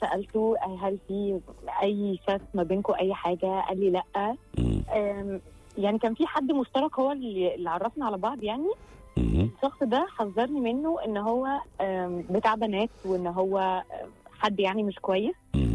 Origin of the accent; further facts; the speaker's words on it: Cairo, Cairo Governorate, Egypt; هو من اسكندرية وأنا من القاهرة.